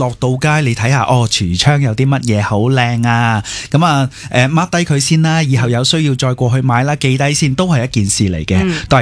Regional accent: Guangzhou, Guangdong, China; moved away as an adult; now in Hong Kong; 土生土长嘅海珠人嚟嘅

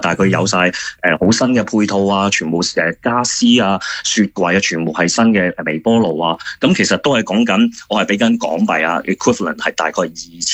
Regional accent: Hong Kong; now in Thailand

